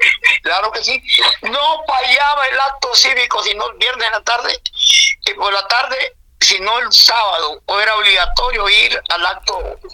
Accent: Tegucigalpa, Francisco Morazán, Honduras; born there

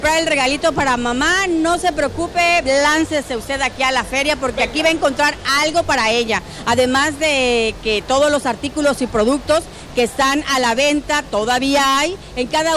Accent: Tabasco, Mexico; esas grandes mujeres que somos las mexicanas, las tabasqueñas

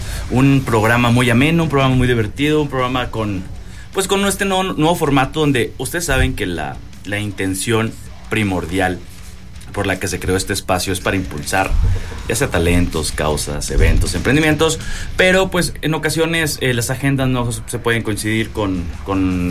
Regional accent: Mexico

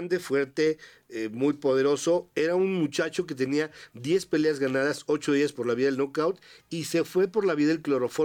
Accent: Zacatecas, Mexico; nacimos aquí, pero llevamos años aquí, prácticamente somos zacatecanos.

